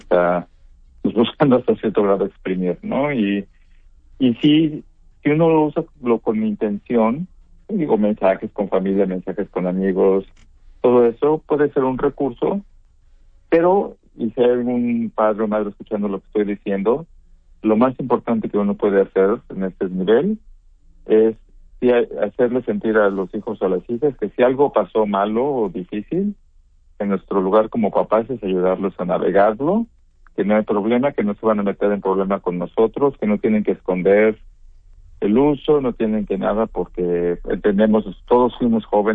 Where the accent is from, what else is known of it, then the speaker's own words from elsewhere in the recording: Mexico; moved away; yo soy un hijo, yo soy niño mexicano, muy orgulloso de haber crecido ahí